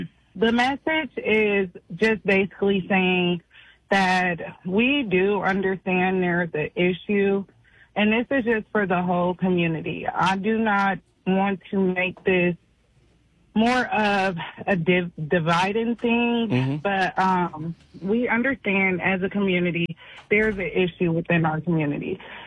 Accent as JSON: {"language": "English", "town": "Champaign", "region": "Illinois", "country": "United States", "tie": "born or raised there", "lives_now": "Urbana, United States", "said": "So I'm born and raised in Champaign. My family is from Champaign, Urbana. My mom is also, her family migrated from Mississippi, as well as my dad's family migrated"}